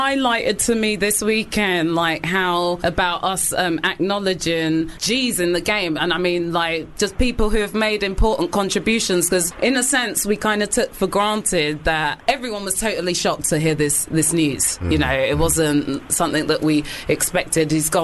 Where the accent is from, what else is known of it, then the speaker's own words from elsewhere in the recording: London, United Kingdom; as a Londoner